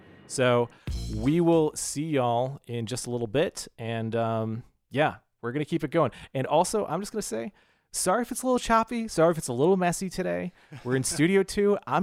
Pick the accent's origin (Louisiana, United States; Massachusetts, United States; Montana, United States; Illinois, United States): Illinois, United States; Chicago; my hometown of Chicago